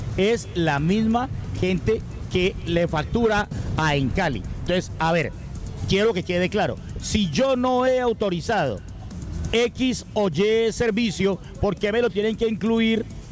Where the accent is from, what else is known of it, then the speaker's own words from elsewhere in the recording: Cali, Valle del Cauca, Colombia; como caleño y como usuario también hago mi reclamación.